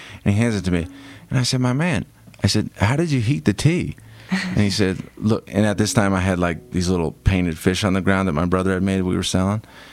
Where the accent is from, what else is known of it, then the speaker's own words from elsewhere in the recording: Connecticut, United States; now in Wyoming, United States; Born and raised in Connecticut